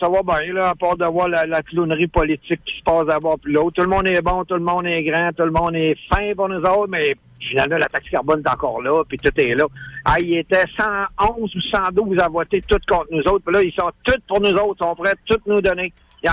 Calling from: Quebec City, Quebec, Canada; Moi, je suis en Val-Belair

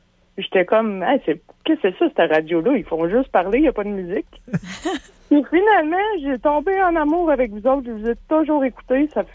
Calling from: Drummondville, Quebec, Canada; Je viens de Drummondville.

